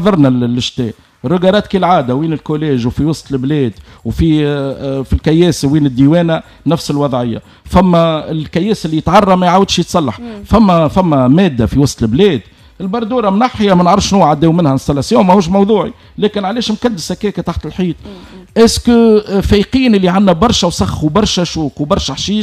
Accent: Fondouk Jedid, Nabeul Governorate, Tunisia; ومتسكنين منطقه فندق جديد انا ولد فندق جديد

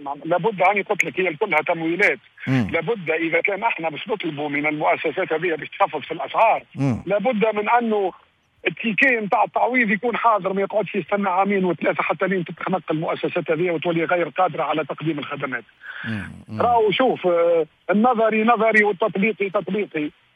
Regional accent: Gafsa, Gafsa Governorate, Tunisia; انا من قفصة من الحوض المنجمي من قفصة العزيزة

